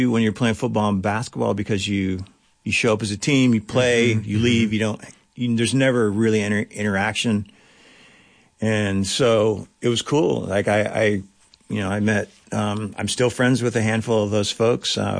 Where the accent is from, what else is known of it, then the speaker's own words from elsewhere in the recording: Big Sandy, United States; I said, "Hey, how about if in return you just build a bowl in my hometown of Big Sandy?"